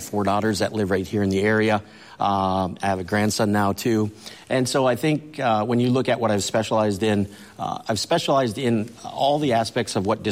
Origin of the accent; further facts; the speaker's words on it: Michigan, United States; So I grew up right here in Marquette County, basically born and raised.